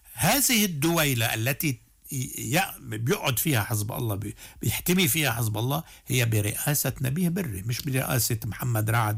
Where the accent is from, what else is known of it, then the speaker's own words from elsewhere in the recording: Lebanon; نحن مواطنين لبنانيين